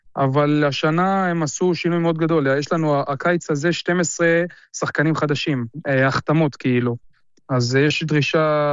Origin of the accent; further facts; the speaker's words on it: Haifa, Haifa District, Israel; אני גדלתי בישראל, אני בחיפה, אני לא ידעתי מרומניה, בחיים גם לא הייתי ברומניה לפני